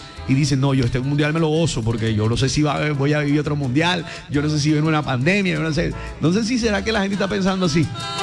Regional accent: Colombia; estamos hasta sorprendidos como colombianos con lo que está pasando

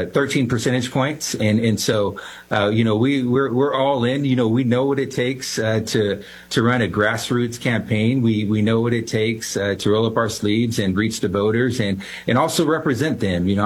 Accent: Stockton, California, United States; I got got out, actually ended up becoming a pastor, executive pastor in my hometown in Stockton.

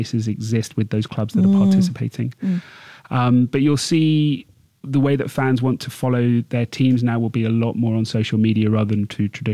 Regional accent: Singapore; being Singaporean, I think we can be very proud of the fact that it's got its roots here

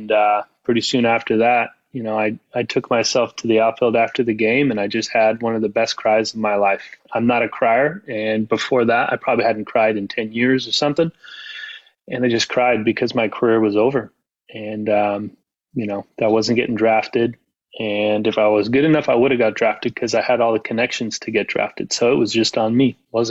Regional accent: California, United States; So, I'm from Southern California, and so it kind of comes full circle where I started and where I ended my career.

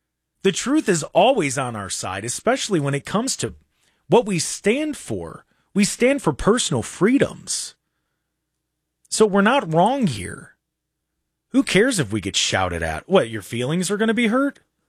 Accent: Cleveland, Ohio, United States; we wear the fact that we're from Ohio and that we're from Cleveland. We wear it proudly.

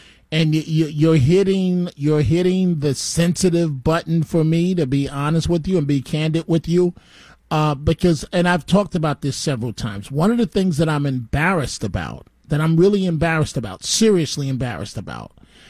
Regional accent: New York City, New York, United States; born there; as a black child that was once part of the New York City foster care system myself

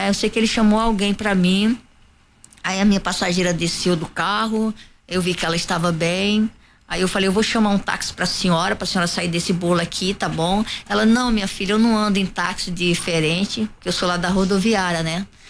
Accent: Northeast Region, Brazil; now in Rio de Janeiro, Brazil; Porque ela é do Nordeste, eu sou do Nordeste

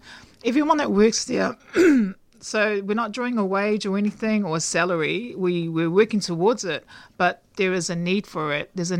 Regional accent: Auckland, New Zealand; moved away as an adult; now in Melbourne, Australia; I grew up in Auckland, New Zealand. I came to Melbourne 13 years ago on a scholarship

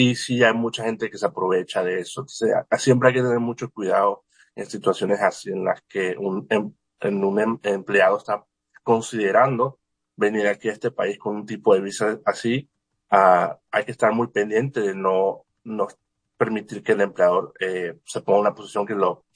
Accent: Venezuela; now in Rochester, United States; personalmente yo soy venezolano

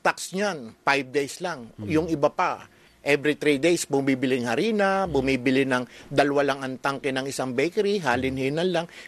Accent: Cuenca, Calabarzon, Philippines; The bakeries of Cuenca, so many years back is 1,250 bakers nang galing sa munting bayan namin.

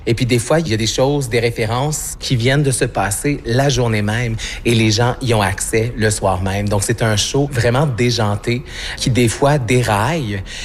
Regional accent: Ontario, Canada; first language French; Je suis tellement fière d'être un francophone, d'avoir grandi en Ontario, puis d'avoir gardé mon français, puis maintenant de vivre de cet art-là dans ma langue maternelle.

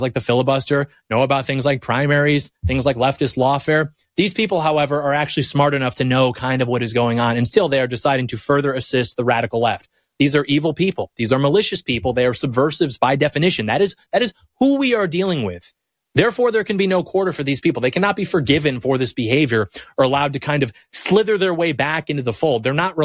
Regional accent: United States; I'm an American.

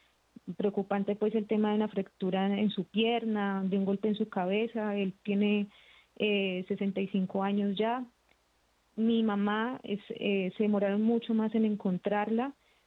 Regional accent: Pereira, Risaralda, Colombia; now in Barbosa, Colombia; pues yo soy de Pereira, toda mi familia está en Pereira, por temas de trabajo estoy acá.

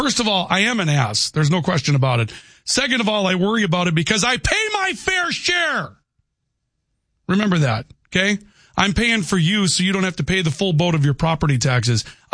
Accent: Valley City, North Dakota, United States; Okay, I am from Valley City. Okay?

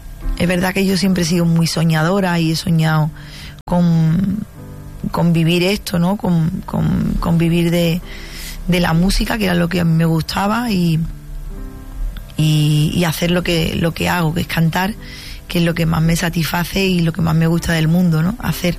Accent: Cádiz, Andalusia, Spain; en mi tierra, en Cádiz

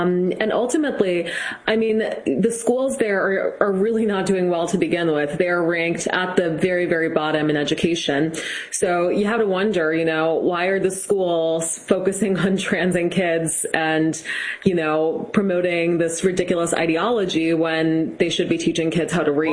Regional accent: Massachusetts, United States; I'm from Massachusetts, which actually does have very good schools

